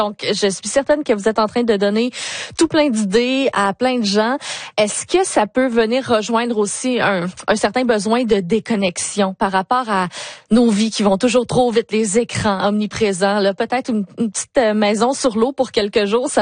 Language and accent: French; Lévis, Quebec, Canada; now in Ontario, Canada; Moi, je viens de Lévis là